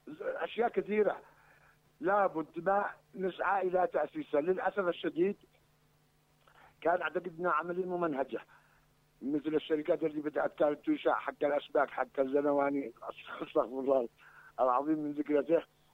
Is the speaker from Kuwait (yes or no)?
no; Yemen